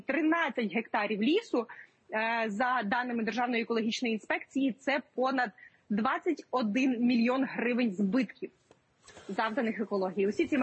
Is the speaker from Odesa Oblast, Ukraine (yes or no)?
yes; Odesa, Odesa Oblast, Ukraine; Я, як одеситка